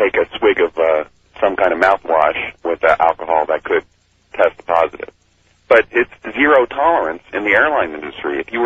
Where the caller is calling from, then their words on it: Philadelphia, Pennsylvania, United States; from Philly.